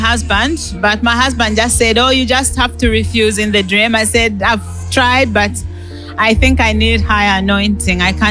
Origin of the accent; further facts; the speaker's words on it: United Kingdom; I come from the United Kingdom.